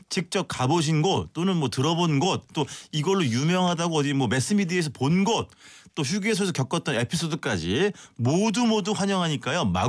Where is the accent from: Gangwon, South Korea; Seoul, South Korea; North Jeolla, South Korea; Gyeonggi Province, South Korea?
Seoul, South Korea; 저도 뭐 서울이 고향이고